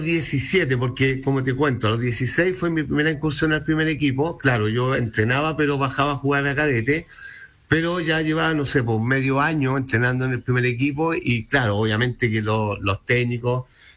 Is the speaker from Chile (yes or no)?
yes; Santiago, Santiago Metropolitan Region, Chile; also born or lived in Coronel; Como bien dices tú, yo nací en Coronel. Ya a los 11 años mi papá, mi familia, se cambiaron acá a Santiago.